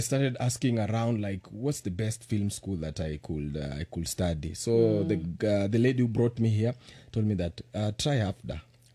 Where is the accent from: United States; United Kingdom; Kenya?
Kenya; as a Kenyan